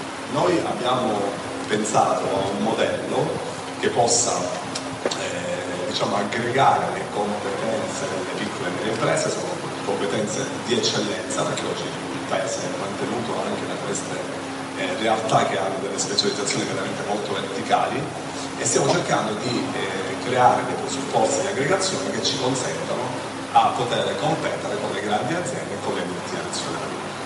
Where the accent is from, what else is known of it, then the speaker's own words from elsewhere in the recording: Sicily, Italy; Intanto, essendo siciliano, devo esprimere un parere sulle infrastrutture e sul ponte